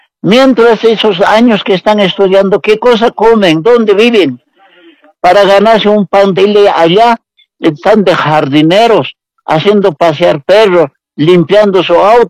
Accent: Altiplano, Bolivia; moved away; also born or lived in Chile / Peru; yo soy boliviano, yo soy crecido, caramba, con mucho civismo y patriotismo. Yo soy campesinito, yo he nacido en un pampa pajonal del altiplano

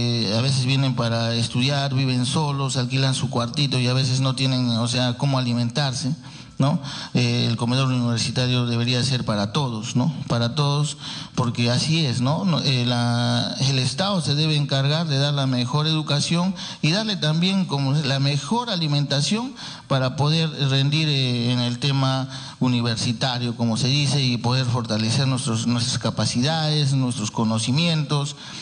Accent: Yumina, Arequipa, Peru; born there; alguien que estudiaba en una escuela rural de Yumina, por el lado de Sabandía

